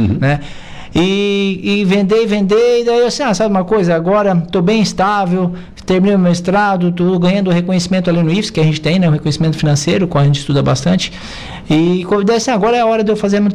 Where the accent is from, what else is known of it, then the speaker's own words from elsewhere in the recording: Araranguá, Santa Catarina, Brazil; Então, me criei aqui em Araranguá, né? Sou ali do Mato Alto e nascido no Bom Pastor, aqui pertinho da rádio, né? Então, araranguaense raiz.